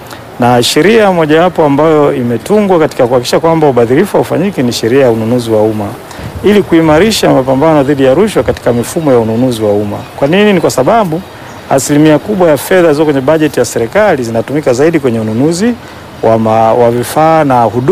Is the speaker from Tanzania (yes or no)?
yes; Tanzania; sisi ni Watanzania sio kwa bahati mbaya, ni Watanzania kwa sababu Mungu amependa tu Watanzania